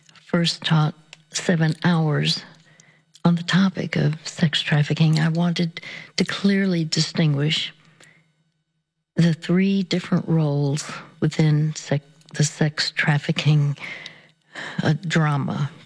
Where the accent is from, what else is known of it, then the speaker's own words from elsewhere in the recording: Dallas, Texas, United States; my hometown of Dallas, Texas.